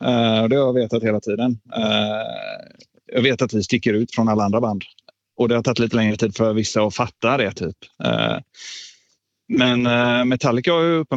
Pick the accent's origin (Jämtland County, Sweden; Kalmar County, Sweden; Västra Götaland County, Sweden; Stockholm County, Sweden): Västra Götaland County, Sweden; Mölndal; vi är inte från Göteborg. Vi är från Mölndal, Säve, Kållered och Lindome.